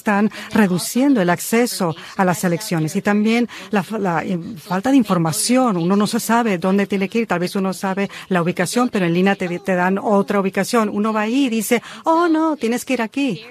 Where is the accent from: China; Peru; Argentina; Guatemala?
China; now in Plano, United States; Yo vengo de China, soy adoptada y ahora vivo en Plano.